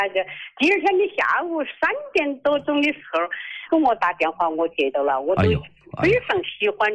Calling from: Daqing, Heilongjiang, China; 我是大庆的，

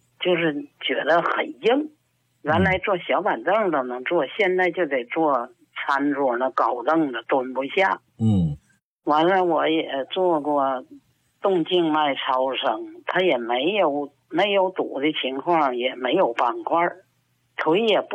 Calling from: Shenyang, Liaoning, China; 我是沈阳的听众。我今年79岁。

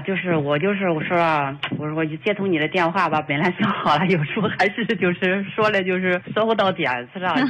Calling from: Jinan, Shandong, China; 我是济南的

